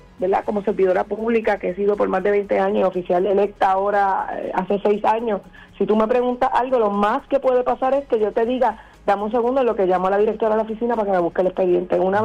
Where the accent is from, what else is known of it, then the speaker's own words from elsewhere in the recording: Carolina, Puerto Rico; yo soy de Carolina, así que estuve sin agua